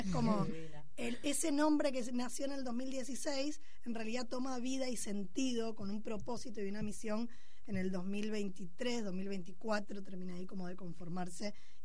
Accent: Argentina; moved away as an adult; now in Catalonia, Spain; ahora soy una argentina viviendo en España, en Cataluña, creando una nueva vida que me encanta, y que trae mucha historia.

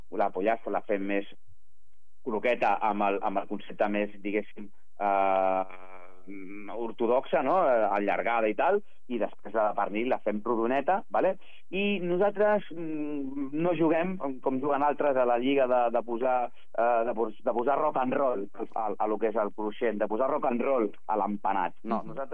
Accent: Súria, Catalonia, Spain; Jo soc de Súria, del Bages, del cor de Catalunya

